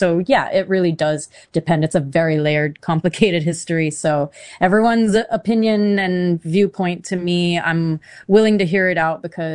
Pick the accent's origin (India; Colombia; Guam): Guam; also born or lived in San Francisco; I am 41 years old. I was born and raised here on Guam, so I've lived here my entire life, except for 2 years that I lived in San Francisco when I was about 18 or 19.